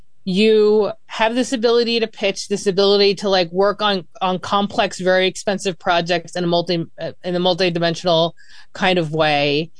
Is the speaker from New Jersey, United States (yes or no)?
yes; Laurence Harbor, New Jersey, United States; I grew up in a place called Lawrence Harbor, though I'm from Jersey City